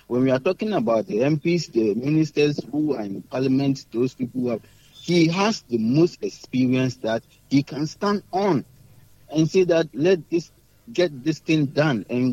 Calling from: Takoradi, Western Region, Ghana; I'm calling from Takrady.

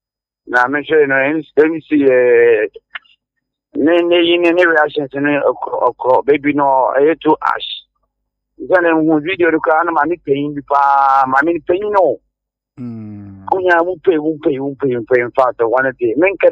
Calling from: Elmina, Central Region, Ghana; I'm calling from Elimina.

